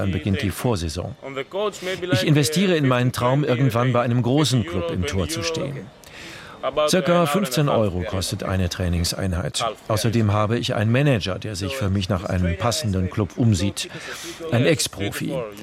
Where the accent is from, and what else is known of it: Central Macedonia, Greece